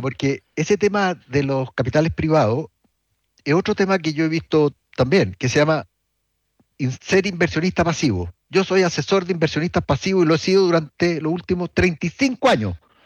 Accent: Chile; que somos todos los chilenos

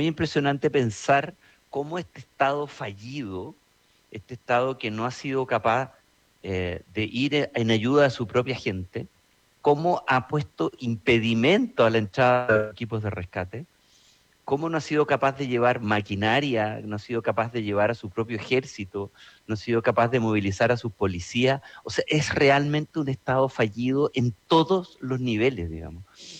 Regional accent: Chile; nosotros como chilenos tenemos una cultura de terremotos

